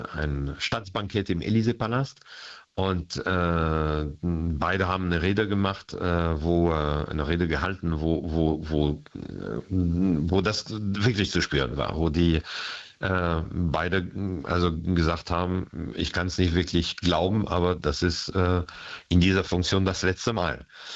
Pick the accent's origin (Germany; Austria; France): France; Paris, Île-de-France; Also ich habe das als Kind in Paris immer gesehen, diese Kolonnen, und habe mir gedacht, eines Tages möchte ich drin sein, und dieser Tag ist gewesen.